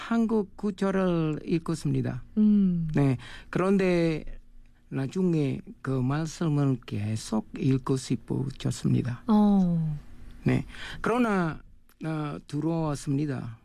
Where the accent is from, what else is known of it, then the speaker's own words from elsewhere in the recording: Malang, East Java, Indonesia; Korean is a second language; moved away; 저는 말랑에서 왔습니다.